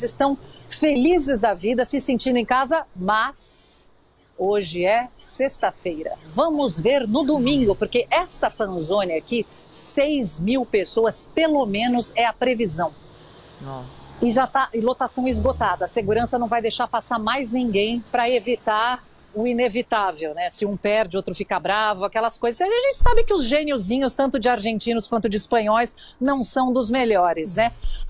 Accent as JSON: {"language": "Portuguese", "country": "Brazil", "moved": "as an adult", "lives_now": "France", "said": "eu torci para a França, que é o país que me acolheu há 15 anos, mas eu sou brasileira, meu coração é brasileiro."}